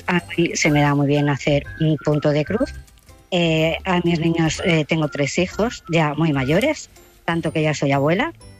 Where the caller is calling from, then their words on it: Vilafranca del Penedès, Catalonia, Spain; Yo te llamo desde Vilafranca del Penedès, Barcelona.